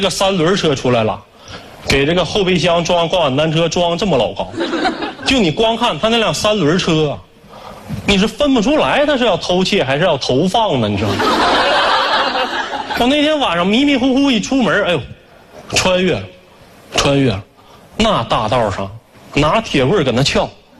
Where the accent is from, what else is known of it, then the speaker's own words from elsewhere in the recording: Fushun, Liaoning, China; born there; 我是一个东北人，我出生在东北的一个小县城抚顺。